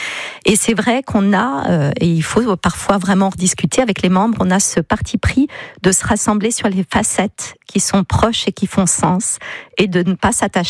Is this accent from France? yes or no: yes; Paris, Île-de-France, France; moved away as an adult; now in Sablé-sur-Sarthe, France; moi, je ne suis pas sablonienne, je suis parisienne. Je suis arrivée à Sablé avec la compagnie de danse en 2001, puis vraiment installée en 2004.